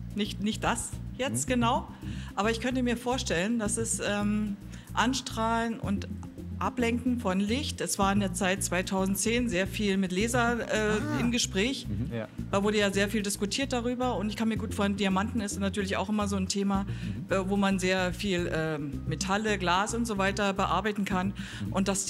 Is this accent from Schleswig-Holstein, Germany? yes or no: no; Hamburg, Germany; Aus Hamburg.